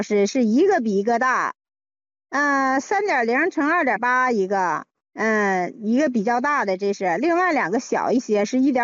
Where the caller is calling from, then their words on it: Jilin, China; 我是吉林的。